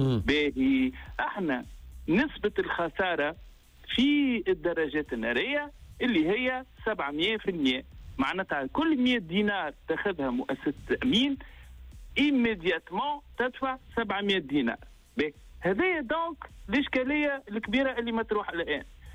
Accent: Tunisia

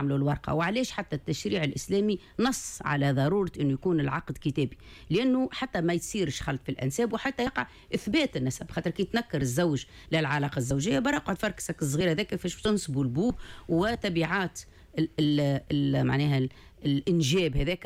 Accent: Tunisia

